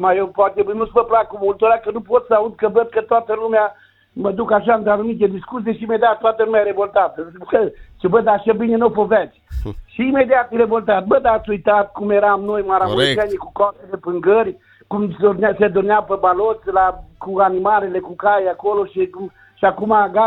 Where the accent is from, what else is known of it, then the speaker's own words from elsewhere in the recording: Romania; noi suntem români